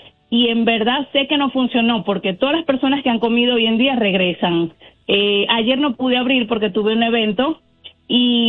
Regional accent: Venezuela; Yo soy venezolana y mi esposo es mexicano.

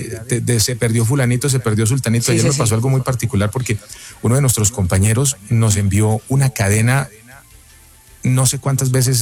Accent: Armenia, Quindío, Colombia; now in Manizales, Colombia; es porque nosotros somos de Armenia y no tenemos familia aquí en Manizales.

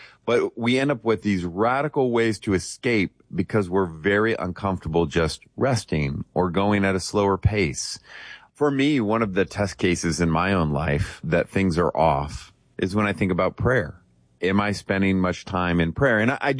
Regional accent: United States; I'm an American through and through, and there's wonderful parts of that and some really negative parts.

